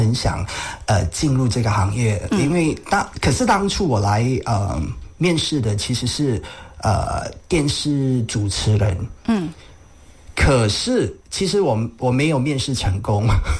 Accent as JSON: {"language": "Chinese", "region": "Kelantan", "country": "Malaysia", "tie": "born or raised there", "moved": "as an adult", "lives_now": "Kuala Lumpur, Malaysia", "said": "后来就先回到吉兰丹，就是我的家乡嘛，就回到吉兰丹来当灵教。就回我的母校去当灵教。"}